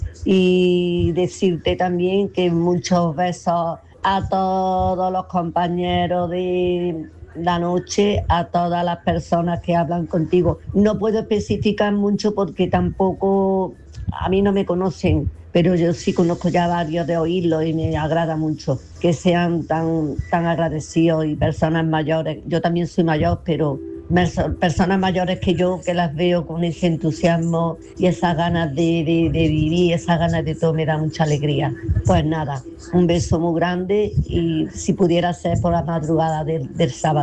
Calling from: Córdoba, Andalusia, Spain; de Córdoba.

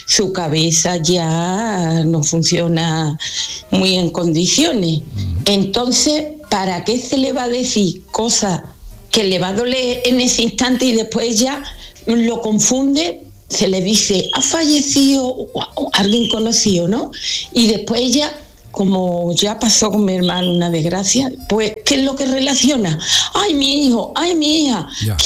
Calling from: Dos Hermanas, Andalusia, Spain; de Dos Hermanas.

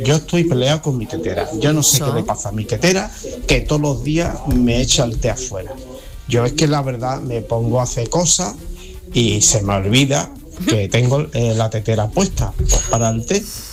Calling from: Chiclana de la Frontera, Andalusia, Spain; de Chiclana

